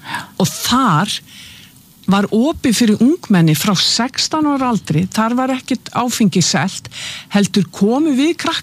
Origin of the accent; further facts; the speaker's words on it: Keflavík, Southern Peninsula, Iceland; ég fætt og uppalinn í Keflavík í Bíklabænum